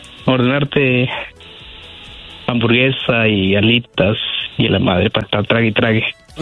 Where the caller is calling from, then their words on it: Milwaukee, Wisconsin, United States; Milwaukee.